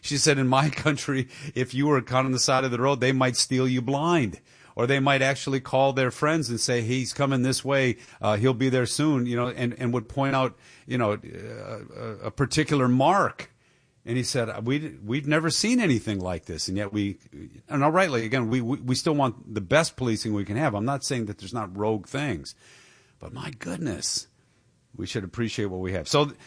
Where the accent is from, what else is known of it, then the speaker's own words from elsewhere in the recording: Michigan, United States; moved away; I think that's happening in my home state. My original home state. I don't live there now, obviously. But Michigan.